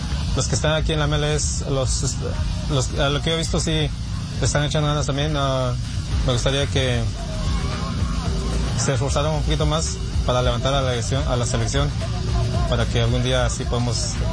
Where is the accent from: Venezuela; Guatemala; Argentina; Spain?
Guatemala; now in United States; Soy de Guatemala.